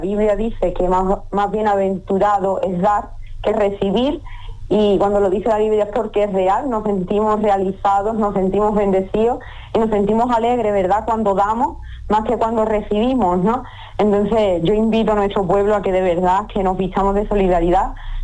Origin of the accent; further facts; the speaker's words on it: Arcos de la Frontera, Andalusia, Spain; me presento, diga que … de Arco de la Frontera